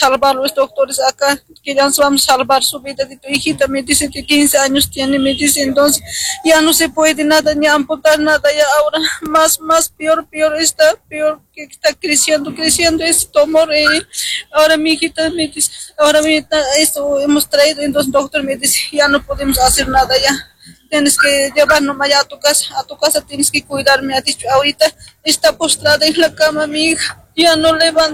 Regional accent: Cusco, Peru; somos de Cusco.

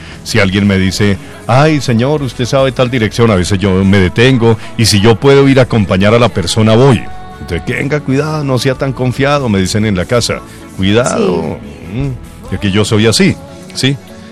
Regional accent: Bogotá, Bogotá Capital District, Colombia; yo quiero ser un buen rolo, yo quiero ser un buen bogotano

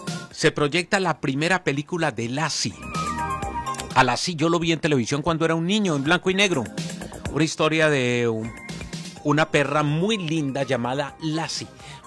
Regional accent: Colombia

